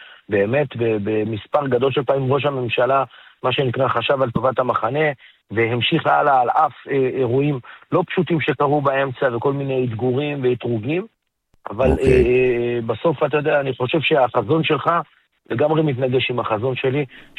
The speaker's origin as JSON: {"language": "Hebrew", "town": "Ofakim", "region": "Southern District", "country": "Israel", "said": "אני מגיע משם, אני מגיע מאופקים, אני לא גר במה שנקרא במגדל השן צפון."}